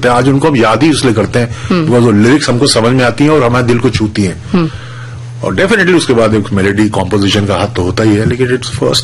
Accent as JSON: {"language": "Hindi", "region": "Uttarakhand", "country": "India"}